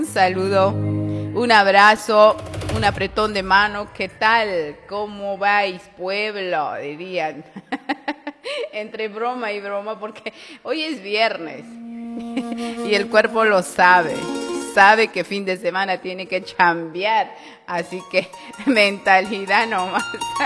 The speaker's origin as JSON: {"language": "Spanish", "region": "Oruro", "country": "Bolivia", "moved": "yes"}